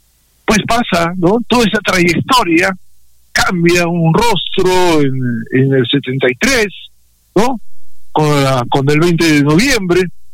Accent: Arequipa, Peru

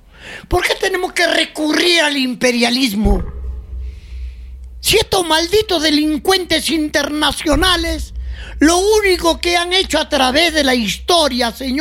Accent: Peru

